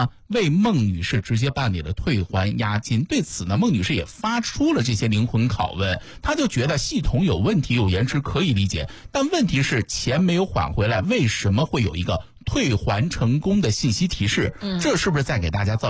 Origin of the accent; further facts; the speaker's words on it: Xuzhou, Jiangsu, China; 特别是对于我们徐州人来说，大家都知道爱吃，对不对？